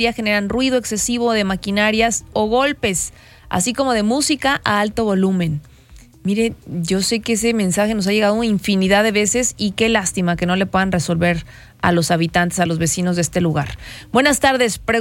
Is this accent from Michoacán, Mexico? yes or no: no; Asientos, Aguascalientes, Mexico; Entonces, si yo soy de Asientos, forzosamente tengo que meter a mi hija en Asientos.